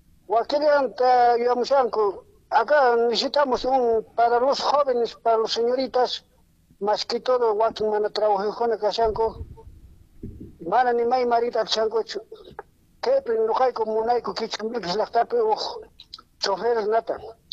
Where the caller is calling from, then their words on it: Peru; yo soy de Vista Alegre, Santa Cara.